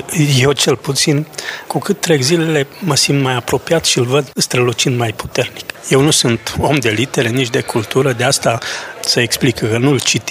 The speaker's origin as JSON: {"language": "Romanian", "town": "Mireșu Mare", "region": "Maramureș County", "country": "Romania", "tie": "born or raised there", "said": "în satul meu natal, de unde și el este, din Mireșul Mare"}